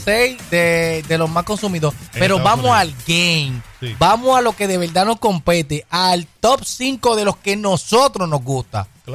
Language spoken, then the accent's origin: Spanish; Puerto Rico